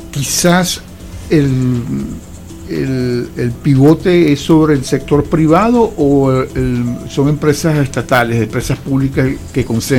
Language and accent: Spanish; Venezuela